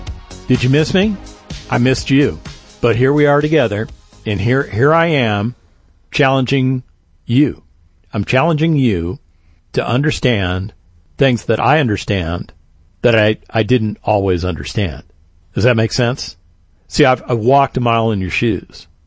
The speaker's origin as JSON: {"language": "English", "country": "United States", "said": "I'm an American"}